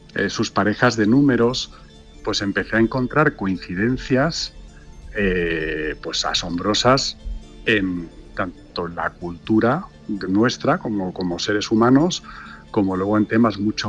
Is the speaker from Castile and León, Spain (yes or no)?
no; Tenerife, Canary Islands, Spain; yo soy de Tenerife.